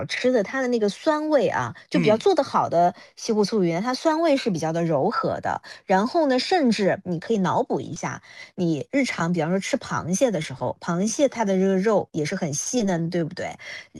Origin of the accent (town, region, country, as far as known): Jiangnan, China